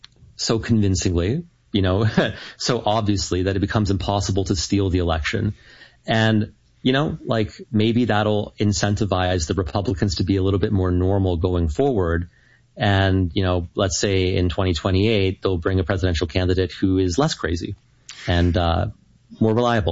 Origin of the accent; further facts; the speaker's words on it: Canada; And as a Canadian, and I see this reflected in many Americans as well, there's just this overall sense of exhaustion